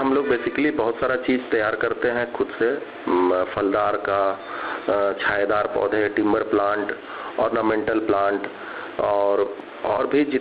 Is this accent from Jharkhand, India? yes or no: yes; Bokaro, Jharkhand, India; now in Ranchi, India; हम तो बेसिकली बोकारो के रहने वाले हैं और अभी प्रॉपर रांची में ही रह रहे हैं।